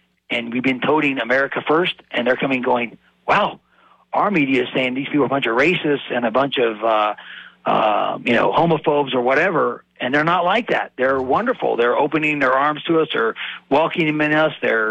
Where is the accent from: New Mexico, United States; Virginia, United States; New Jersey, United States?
New Mexico, United States; moved away; you are the foreign exchange student from New Mexico.